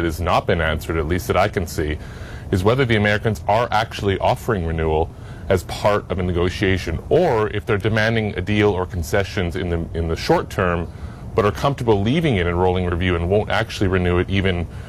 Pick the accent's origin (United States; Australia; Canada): Canada; I don't mean to be rude. I'm Canadian. You know, how dare I?